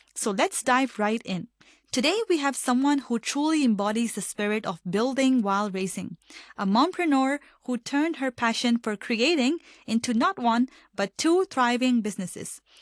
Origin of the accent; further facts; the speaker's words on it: Hong Kong; I'm a Pakistani registered nurse born and brought up in Hong Kong.